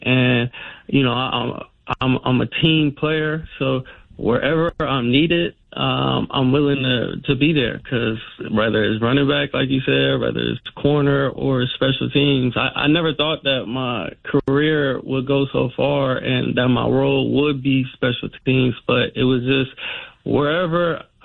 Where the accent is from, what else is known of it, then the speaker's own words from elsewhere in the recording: San Francisco, California, United States; I grew up in Hunters Point, which was right across the street from the old Candlestick Park Stadium.